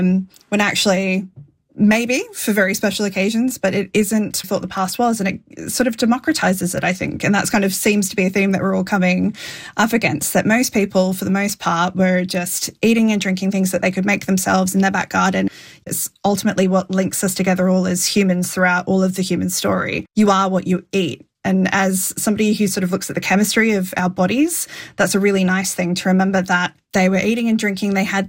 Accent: Australia; Like, I come from Australia, barbecues and having a lot of meat, that's seen as like a very like Aussie thing to do.

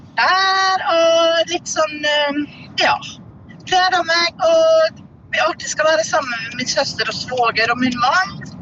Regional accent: Smøla, Møre og Romsdal, Norway; now in Lier, Norway; en øy som heter Smøla utenfor Kristiansund, så jeg egentlig hjemplassen min. Det ganske mange år siden jeg har vært

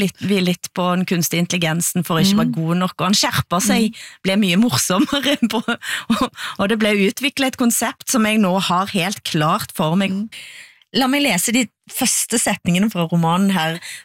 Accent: Erfjord, Rogaland, Norway; Som inkluderer Borges og Erfjord, der jeg kommer fra, vel å merke.

